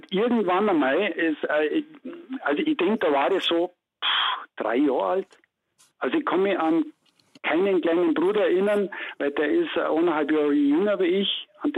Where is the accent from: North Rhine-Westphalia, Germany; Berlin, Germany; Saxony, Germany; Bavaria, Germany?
Bavaria, Germany; Ohlstadt; Das früheste, ich denke, da war ich ein halbes Jahr alt. Da war ich in der Kinderklinik bei uns in Ohlstadt.